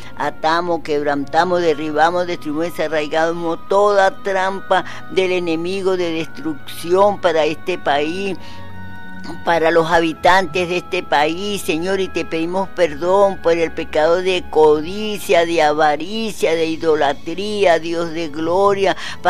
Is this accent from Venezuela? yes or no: yes; Venezuela; nuestra nación Venezuela